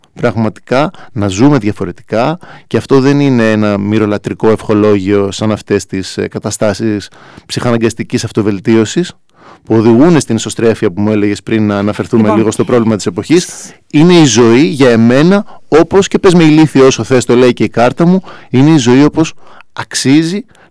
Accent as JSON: {"language": "Greek", "town": "Athens", "region": "Attica", "country": "Greece", "said": "ως Αθηναίος"}